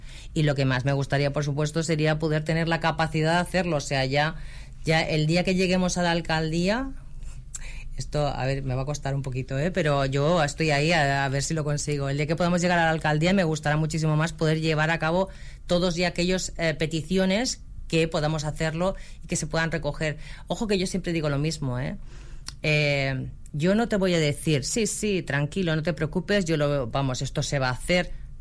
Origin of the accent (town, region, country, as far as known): Sant Andreu de la Barca, Catalonia, Spain